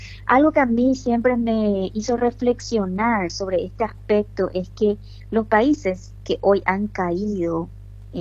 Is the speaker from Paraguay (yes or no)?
yes; Paraguay; nosotros como paraguayos